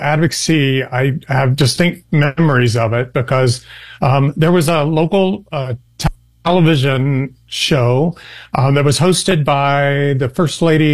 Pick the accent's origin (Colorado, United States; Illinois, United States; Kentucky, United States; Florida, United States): Kentucky, United States; Henderson; I grew up in Henderson, Kentucky.